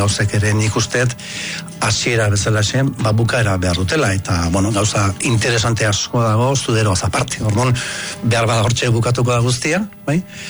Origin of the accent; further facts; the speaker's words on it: Lasarte-Oria, Basque Country, Spain; born there; also born or lived in Ondarroa, Biscay; now in Larraul, Spain; sortu nintzen Bizkaian Ondarrun, bai, baina gali ez detinu esate, baina Gipuzkura torren nintzen Lasartera, ni 8 urte nitxula, orduan ere gaztaro gehien txuna, beti lotzen dut Lasarterekin